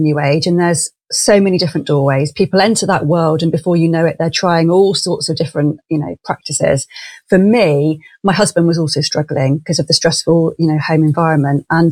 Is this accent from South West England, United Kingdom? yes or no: yes; Clevedon, South West England, United Kingdom; also born or lived in Bristol; now in Stroud, United Kingdom; So I grew up in Clevedon, which is a seaside Victorian town between Weston-super-Mare and Bristol. And I lived there till I was 17, then moved to the nearest city, Bristol.